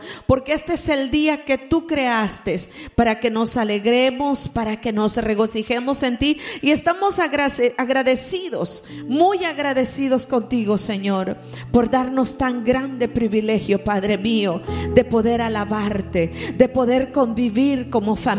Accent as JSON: {"language": "Spanish", "country": "El Salvador", "said": "¿Cuántos estamos de El Salvador? La hermana Araceli y yo y mi mamá somos de El Salvador. Wow, somos bien poquitos."}